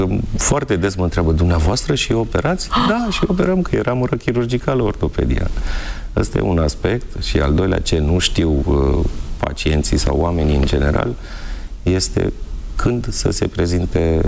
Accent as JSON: {"language": "Romanian", "town": "Craiova", "region": "Dolj", "country": "Romania", "tie": "born or raised there", "also_born_or_lived": "Timișoara / Bucharest", "moved": "yes", "said": "Copilărind în Craiova, mergeam des cu băieții la fotbal, pe un teren destul de aproape de unde locuiam noi."}